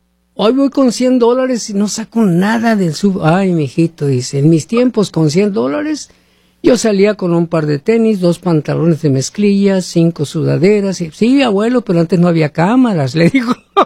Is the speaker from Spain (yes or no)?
no; Sonora, Mexico; yo pura sal porque soy de Sonora. Allá en Sonora